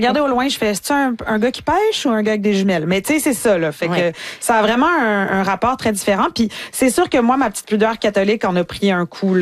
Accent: Canada; accent: Canadian; il y a toujours quelqu'un pour imiter mon accent. « Ah, vous avez un petit accent, hein? Vous seriez pas canadienne. »

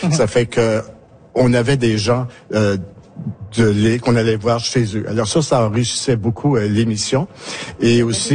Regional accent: Prince Edward Island, Canada; ma région natale, la région évangéline, où c'est là qu'on vivait le plus en français.

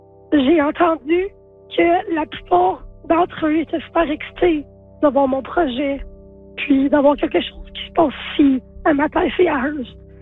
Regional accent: Hearst, Ontario, Canada; also born or lived in Mattice; en grandissant à Mathès et à Hearst. J'ai jamais connu une autre personne qui était comme moi.

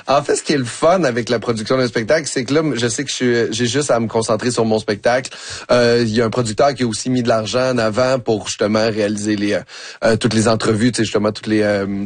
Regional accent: Quebec City, Quebec, Canada; also born or lived in Bagotville / Saint-Hubert; now in Montreal, Canada; Je suis né à Québec. En fait, ça a été les 8 premières années de ma vie. J'ai passé dans le coin de Val-Bélair, Vanier.

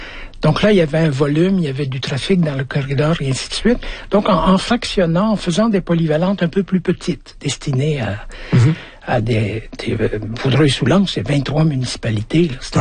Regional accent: Belgium; also born or lived in Africa; now in Quebec, Canada; j'ai grandi en Afrique et en Belgique, mais j'ai été éduqué au Québec

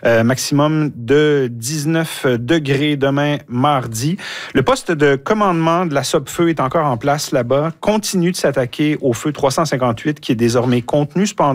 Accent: La Tuque, Quebec, Canada; Mais ça me manque énormément. Ça me manque à La Tuque, dans ma ville natale.

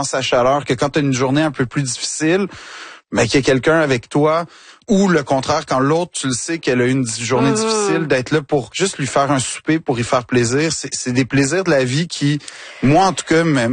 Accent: Quebec, Canada

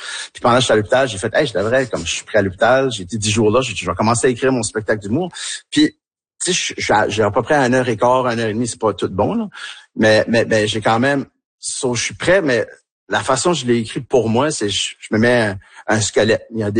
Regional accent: New Brunswick, Canada; accent: Tracadie; quand je suis avec eux autres, ben, je parle avec mon accent tracadie un peu plus, puis je me laisse aller

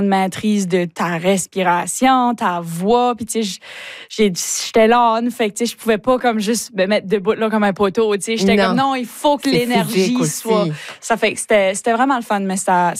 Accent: Chéticamp, Nova Scotia, Canada; Ouais, j'ai grandi à Chéticamp

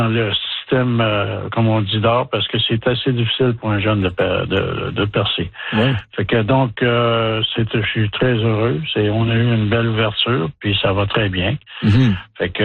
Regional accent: Montreal, Quebec, Canada; j'ai grandi à Montréal

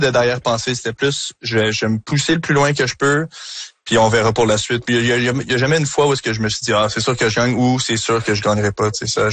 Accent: Montreal, Quebec, Canada; je suis Montréalais dans l'âme

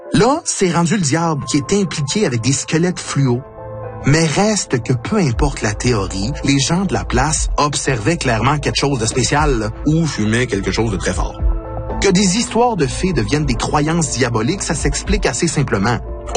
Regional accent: Canada; Pis cette théorie-là, elle se passe chez nous, au Canada. C'est à nous autres, ce mystère-là.

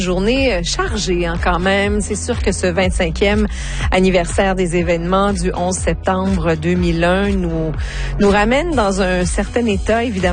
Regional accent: Atlantic Canada, Canada; chez nous en Atlantique

